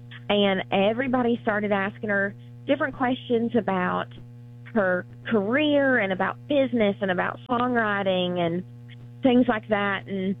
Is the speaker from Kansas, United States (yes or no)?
no; Tennessee, United States; now in Los Angeles, United States; Well, Dolly, I am from East Tennessee too.